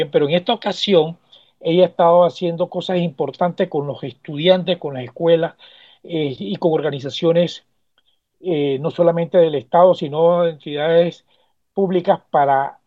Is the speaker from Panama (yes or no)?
yes; Panama; nuestro ser como panameños a nivel nacional